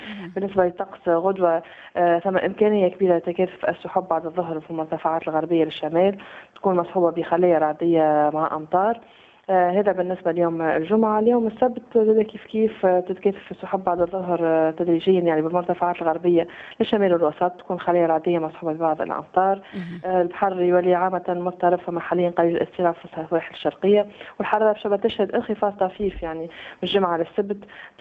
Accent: Tunisia; في معظم ولايات بلادنا

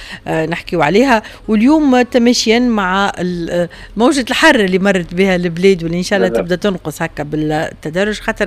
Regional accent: Tunisia

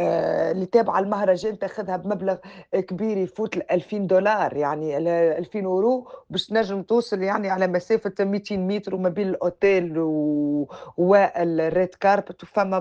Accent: Tunisia; في بلادنا

